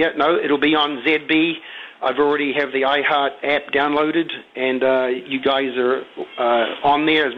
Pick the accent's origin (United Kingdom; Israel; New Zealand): New Zealand; Hamilton, Waikato; now in Simsbury, United States; Born and bred in Hamilton, New Zealand. I've been living here in Simsbury, Connecticut since about 1992.